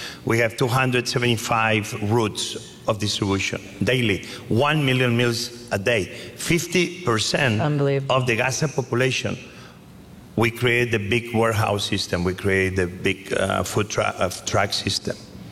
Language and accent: English; Barcelona, Catalonia, Spain; when I grew up in Barcelona, this is very Catalan. And this is something you see in the farms in Catalonia.